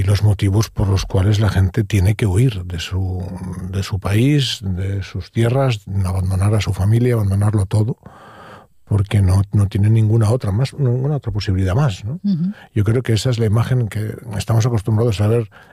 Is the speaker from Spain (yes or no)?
yes; Catalonia, Spain; en mi tierra, en Cataluña